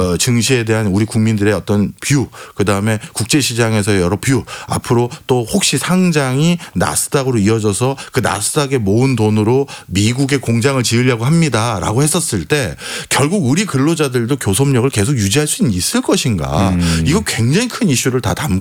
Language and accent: Korean; South Korea; 저는 한국 사람이기 때문에 또 앞으로도 평생 한국 사람으로 살 것이기 때문에